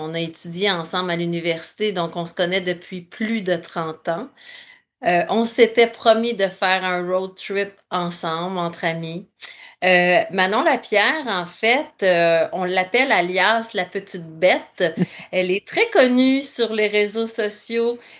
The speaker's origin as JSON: {"language": "French", "region": "Quebec", "country": "Canada", "tie": "born there", "said": "Je suis gaspésienne de naissance et toute ma famille est de la Gaspésie."}